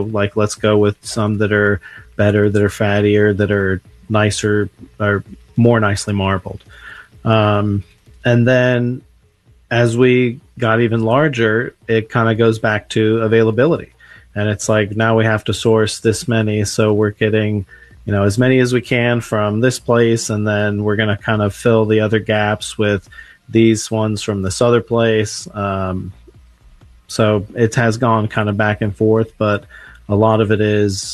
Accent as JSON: {"language": "English", "region": "Texas", "country": "United States", "said": "And they hired me because I was from Texas."}